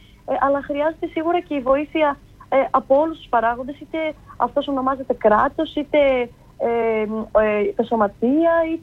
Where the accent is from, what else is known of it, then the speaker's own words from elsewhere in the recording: Peraia, Central Macedonia, Greece; στην ομάδα μου εδώ πέρα, στην πόλη μου, στην περιοχή μου, στην Περέα